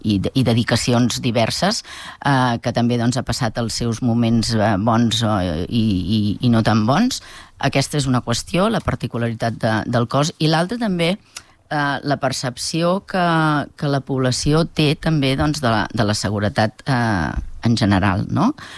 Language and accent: Catalan; Molins de Rei, Catalonia, Spain